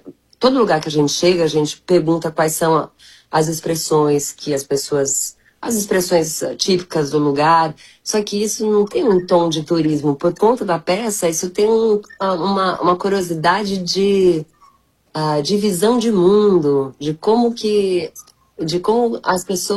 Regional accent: São Paulo, Brazil; eu sinto que o Nordeste trata a língua, falando como paulista, né?

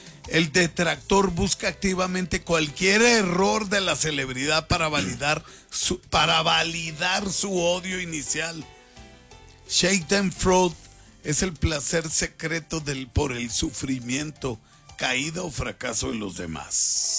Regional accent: Monterrey, Nuevo León, Mexico; born there; moved away; Allá en Monterrey, cuando les tiran hate, allá sí les dicen, ¡cállate, mugroso! ¡Báñate, mugroso! Usan mucho esa palabra allá en mi tierra

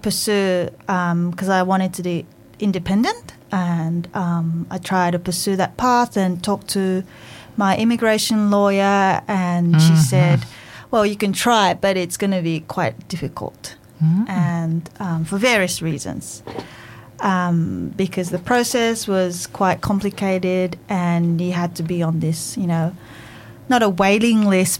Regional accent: England, United Kingdom; moved away as an adult; also born or lived in United States; now in Australia; I grew up in England and studied in the States. So, as you can hear, my English, I don't have a problem in communication.

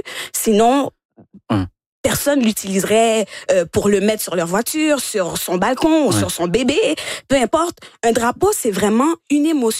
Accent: Longueuil, Quebec, Canada; Je suis de Longueuil.

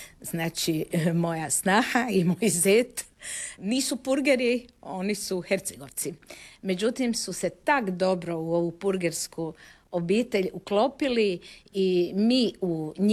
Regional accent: Zagreb, City of Zagreb, Croatia; Ja sam rođena u Zagrebu, moji roditelji su kao djeca već došli u Zagreb tamo s 13-14 godina, moji baka i deda po mami su došli u Zagreb živjeti

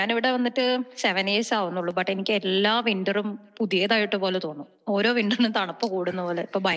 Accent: Kerala, India; moved away; നാട്ടിലൊക്കെ ആണെങ്കിൽ നമ്മള് ഇങ്ങനെ ഒരു കാലാവസ്ഥ കിട്ടാൻ വേണ്ടി മൂന്നാറിലേക്കൊക്കെ ഓടും

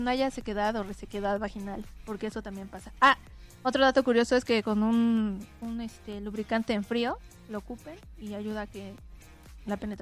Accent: Mexico; Imagínate nosotros como mexicanos

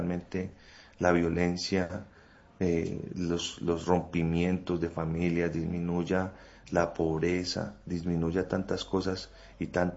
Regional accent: Manizales, Caldas, Colombia; now in Medellín, Colombia; Pues realmente yo soy de Manizales, ¿cierto?

